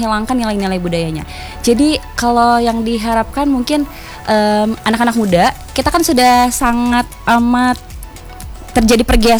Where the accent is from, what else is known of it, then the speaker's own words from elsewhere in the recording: Bogor, West Java, Indonesia; born there; kita kan lahir di Bogor, di Kota Bogor